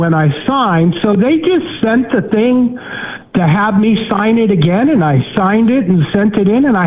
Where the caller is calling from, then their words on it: Washington, United States; also born or lived in California; I'm calling from Washington State